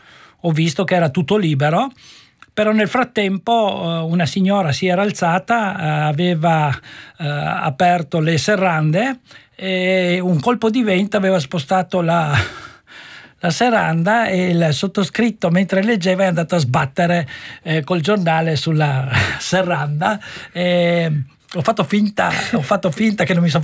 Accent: Koper, Slovenia; also born or lived in Rijeka, Croatia / Trieste, Italy; dal 1972 Capodistria è la mia casa, ma io sono fiumano di nascita.

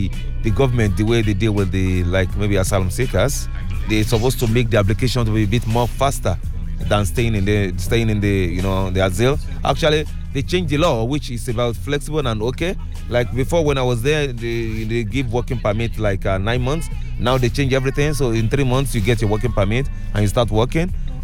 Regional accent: Lagos, Nigeria; moved away as an adult; also born or lived in Abuja / Italy; now in Ljubljana, Slovenia; it was the capital city, that's Lagos. Now, before I moved to Abuja, Abuja now is the capital city. So, I'm from Lagos, a very popular and famous state in Nigeria.

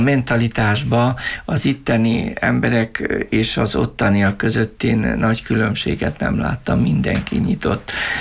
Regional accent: Vojvodina, Serbia; now in Prekmurje, Slovenia; én tiszaparti származású vagyok

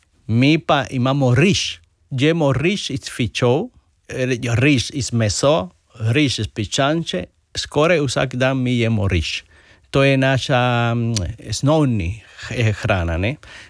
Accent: Cuba; Slovenian is a second language; moved away as an adult; now in Slovenia; Prihajam iz Kube.

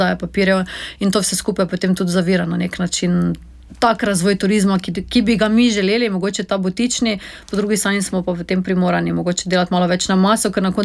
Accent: Maribor, Drava, Slovenia; Jaz sem sama Mariborčanka, živim v centru mesta

